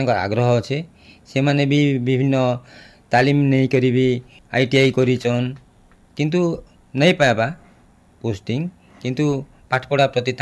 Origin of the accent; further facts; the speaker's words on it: Odisha, India; ଯେତେବେଳେ ଆମେ ସାନ ଥିଲୁ, ଆମ ଗାଁରେ ତ ସେତେବେଳେ ସ୍କୁଲ ନେଇ ଥାଇ, ଆମର ପାଖେ ଯେନ୍ ଅଛି ଧରାମାଲ ଗାଁ ବୋଲିକରି, ସେନେକି ଆମେ ଚାଲି ଚାଲି କରି ପାଠ ପଢ଼ି ଯାଉଥିଲୁ।